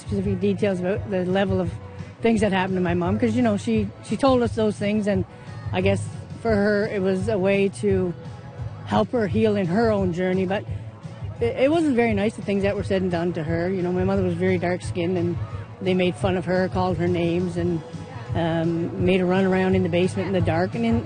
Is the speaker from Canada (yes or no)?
yes; Goose Bay, Newfoundland and Labrador, Canada; I'm from Goose Bay, Labrador.